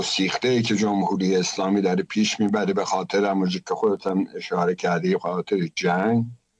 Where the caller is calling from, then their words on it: Gothenburg, Västra Götaland, Sweden